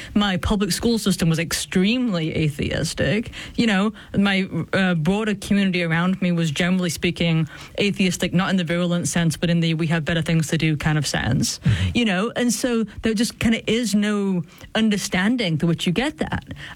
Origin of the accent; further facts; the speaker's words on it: England, United Kingdom; I think we're roughly the same age, and but I was growing up in England, and you were over in the US